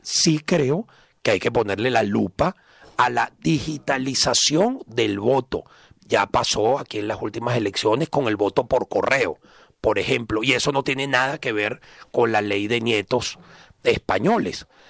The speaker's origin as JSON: {"language": "Spanish", "country": "Venezuela", "moved": "yes", "lives_now": "Spain", "said": "Nosotros históricamente, me refiero a nosotros los venezolanos"}